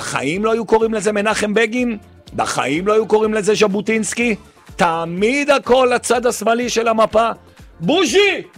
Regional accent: Jerusalem, Jerusalem District, Israel; אני ירושלמי.

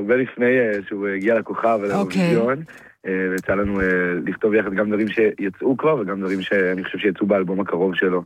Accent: Jerusalem, Jerusalem District, Israel; אני גדלתי בבית דתי, גדלתי בבית דתי לאומי בירושלים. היום אני באיזשהו חיפוש קצת שונה, אבל אני עדיין שומר מסורת, מסתובב עם כיפה, כן.

